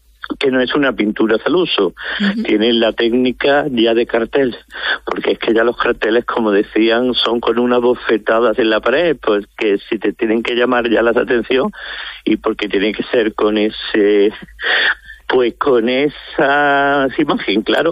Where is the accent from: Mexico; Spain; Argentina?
Spain; Puente Genil, Andalusia; soy cofrade de lo de todas las hermandades ya de mi pueblo, de Puente Genil, de Málaga y Loja.